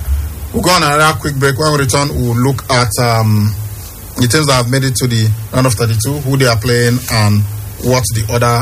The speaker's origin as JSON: {"language": "English", "country": "Iran", "said": "We came from Iran, from a land that for thousands of years has placed honor above victory."}